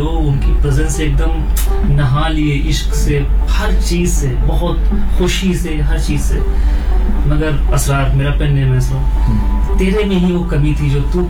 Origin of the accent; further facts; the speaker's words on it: Lucknow, Uttar Pradesh, India; मैं लखनऊ से हूँ, तो मेरी उर्दू थोड़ी अच्छी ग्रिप है उर्दू पे